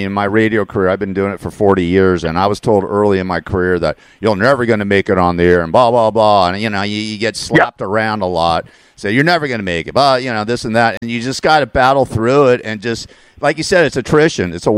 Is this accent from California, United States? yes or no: yes; Los Angeles, California, United States; I grew up in the valley, man. I grew up in Tarzana